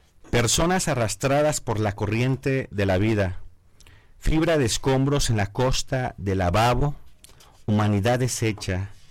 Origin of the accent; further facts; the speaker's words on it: Uruapan, Michoacán, Mexico; mi ciudad de origen, Uruapan